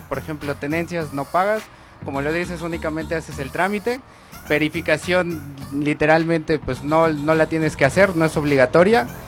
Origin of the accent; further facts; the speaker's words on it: Puebla, Mexico; De aquí de Puebla.